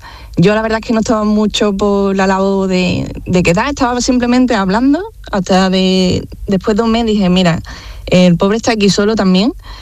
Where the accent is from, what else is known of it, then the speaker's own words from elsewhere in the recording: Seville, Andalusia, Spain; now in Belgium; Soy de Sevilla, capital.